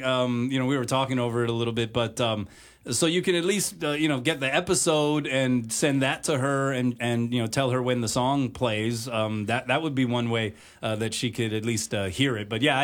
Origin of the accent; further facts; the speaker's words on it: Hawaii, United States; I grew up in Hawaii.